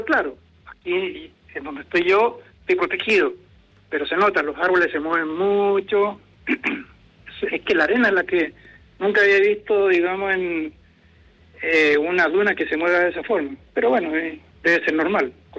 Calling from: Viña del Mar, Valparaíso, Chile; Reñaca Alto, al lado del Kaminsky, vivo yo.

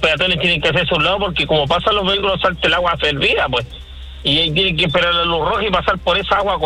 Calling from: Viña del Mar, Valparaíso, Chile; Mire, yo le llamo de Viña del Mar.

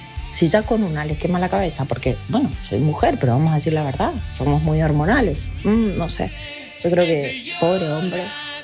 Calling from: Mendoza, Argentina; de Mendoza.

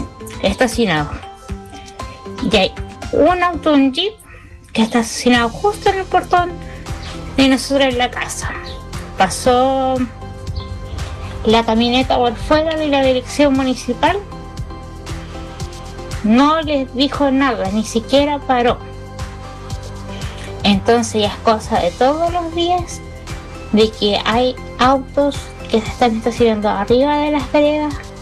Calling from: Biobío, Chile; Yo soy de Galilea, vivo entre Monasterio y Compañía de María.

